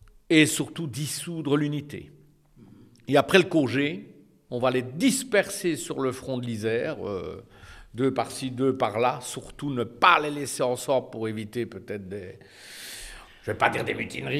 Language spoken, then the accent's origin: French; Belgium; chez nous en Belgique, par exemple, le cimetière américain de Henri Chapelle et de Neuville-en-Condrot